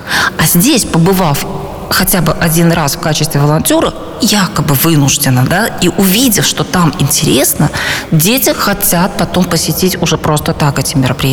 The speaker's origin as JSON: {"language": "Russian", "country": "Belarus", "moved": "as an adult", "said": "мы белорусы, мы не можем жить в своей стране, мы вынуждены эмигрировать."}